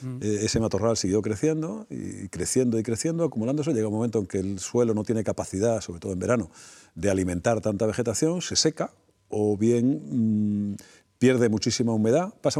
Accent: Extremadura, Spain; Que tienen en mi tierra, por ejemplo, en las Urdes, en Sierra de Gata

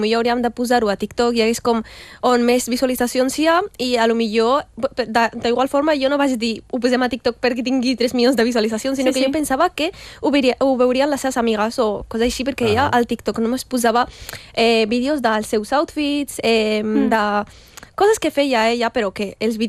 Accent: Catalonia, Spain; Si et pregunten i tu li dius soc catalana, et diuen ja, i què més?

